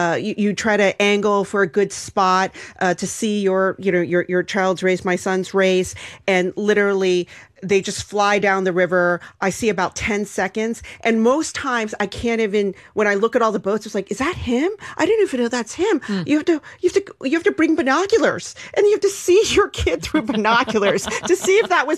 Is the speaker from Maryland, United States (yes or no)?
yes; Maryland, United States; so and also I grew up in Maryland.